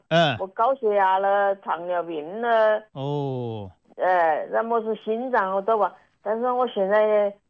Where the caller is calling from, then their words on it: Wuhan, Hubei, China; 我是武昌的。